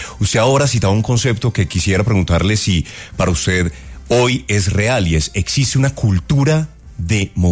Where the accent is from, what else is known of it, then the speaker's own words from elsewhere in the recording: Colombia; Claro, es que como colombianos tenemos